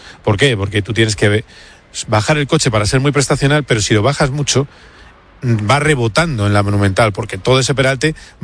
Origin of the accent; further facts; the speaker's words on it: Madrid, Community of Madrid, Spain